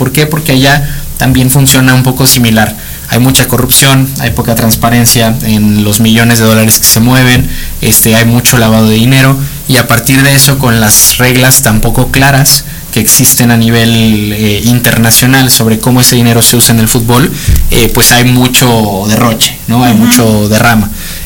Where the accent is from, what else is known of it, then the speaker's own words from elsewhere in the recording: Mexico; nos afecte como mexicanos